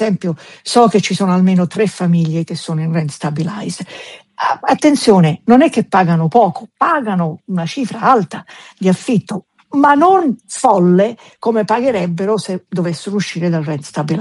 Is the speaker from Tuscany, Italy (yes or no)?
yes; Tuscany, Italy; also born or lived in Sicily; E sono cresciuta in Toscana.